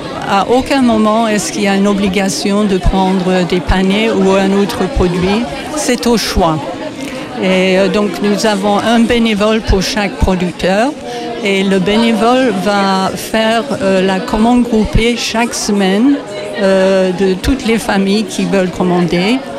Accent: England, United Kingdom; French is a second language; now in France; moi en tant qu'anglaise d'origine

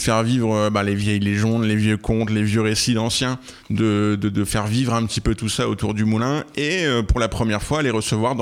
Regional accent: Brittany, France; moved away; Moi, j'ai grandi avec ça en Bretagne. Alors, j'ai pas la chance d'être né dans le Gers, mais j'ai grandi avec ça en Bretagne.

